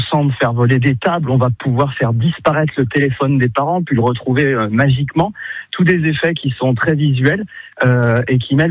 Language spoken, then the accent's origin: French; Auvergne-Rhône-Alpes, France; venir jouer chez moi dans la Loire